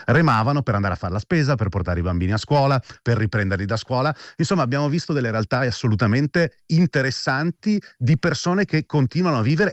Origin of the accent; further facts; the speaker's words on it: Veneto, Italy; Per i non veneti, io sono veneto, è Barca e Casa.